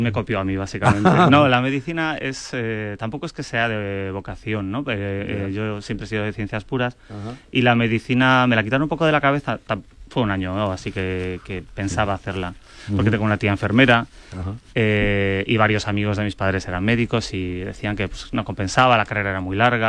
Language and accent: Spanish; Fene, Galicia, Spain; moved away as an adult; also born or lived in Ferrol; now in Madrid, Spain; soy de Ferrolterra, que es una comarca pequeñita, mi pueblo Fene, que son 15.000 habitantes, pequeñito.